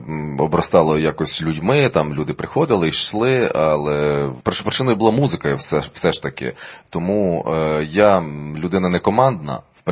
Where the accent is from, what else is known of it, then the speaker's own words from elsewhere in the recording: Skole district, Lviv Oblast, Ukraine; я в Скольому я тільки народився, тому що там був найближчий пологовий будинок, куди оце змогли доїхати. А так, це я з Колівщини, з ліквідованого Сколівського району.